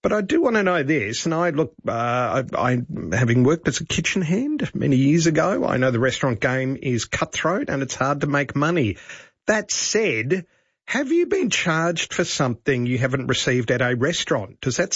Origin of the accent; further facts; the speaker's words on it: Mildura, Victoria, Australia; A big chunk of my childhood was spent in Mildura